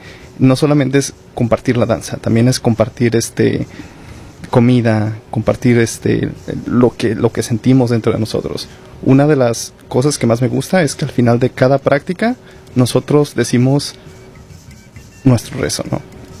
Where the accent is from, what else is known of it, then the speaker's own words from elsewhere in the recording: Aguascalientes, Mexico; moved away; Soy de Aguascalientes.